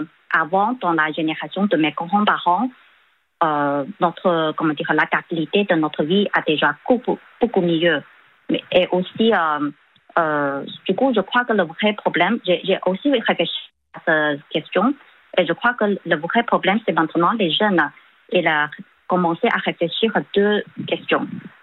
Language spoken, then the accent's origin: French; China; French is a second language; moved away; chez nous, en Chine